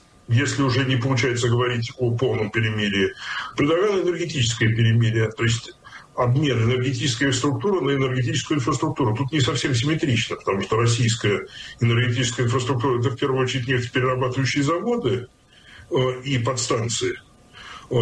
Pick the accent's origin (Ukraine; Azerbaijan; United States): Ukraine